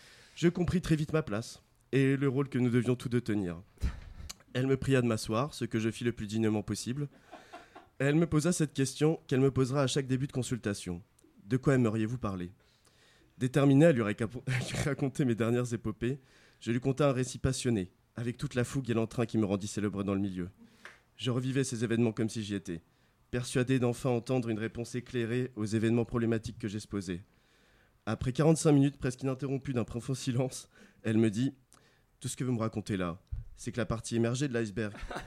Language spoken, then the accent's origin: French; France; J'ai grandi en France d'un père français.